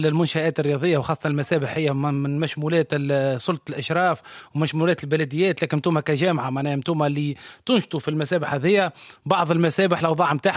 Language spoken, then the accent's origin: Arabic; Tunisia; اللي هو عندنا في سوسة وفي تونس، يظهر لي هذوما هما